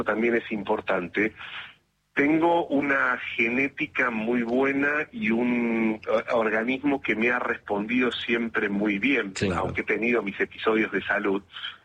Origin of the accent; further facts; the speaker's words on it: Río Cuarto, Córdoba, Argentina; born there; Yo nací en Río Cuarto, al uh-huh. sur de la provincia de Córdoba.